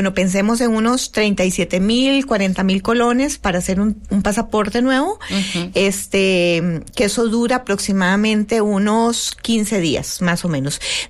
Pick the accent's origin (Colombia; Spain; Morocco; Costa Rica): Costa Rica; Si somos costarricenses, a Europa no requerimos visa.